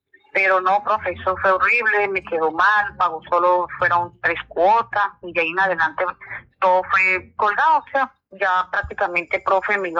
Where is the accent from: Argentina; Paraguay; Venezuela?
Venezuela; moved away; llevo 11 años acá viviendo, pues, yo llegué de Venezuela, gracias a Dios